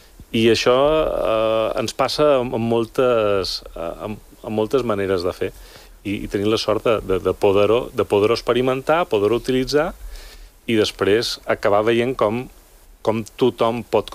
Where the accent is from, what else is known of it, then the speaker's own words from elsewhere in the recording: Balearic Islands, Spain; Bé, jo som de Mallorca